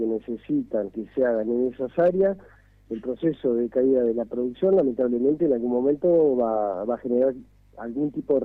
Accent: Río Grande, Tierra del Fuego, Argentina; nosotros nos criamos en el Río Grande, íbamos a la pileta de YPF los veranos.

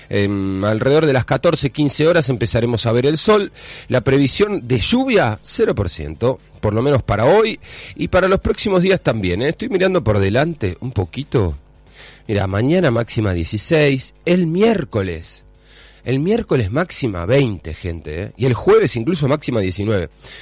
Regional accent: Argentina; Cómo nos representamos después como argentinos

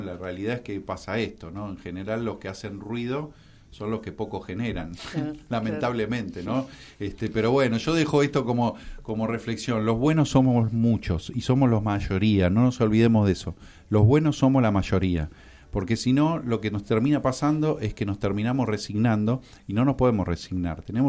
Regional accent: Argentina

